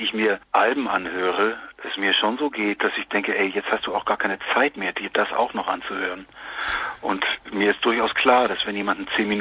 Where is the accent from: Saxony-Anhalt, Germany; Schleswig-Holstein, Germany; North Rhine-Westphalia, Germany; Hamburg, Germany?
Hamburg, Germany; Und ich meine, ich komme ja aus Hamburg, hier gibt es ja jede Menge Clubs genau in dieser Größenordnung